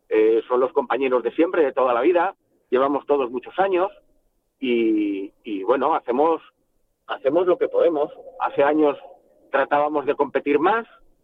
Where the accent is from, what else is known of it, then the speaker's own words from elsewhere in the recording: Andrín, Asturias, Spain; Yo soy de Andrín, pero vamos, llevo toda mi vida atravesado por Pancar en la bolera y en el pueblo